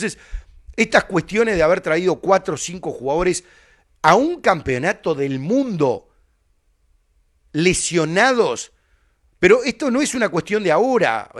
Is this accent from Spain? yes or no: no; Uruguay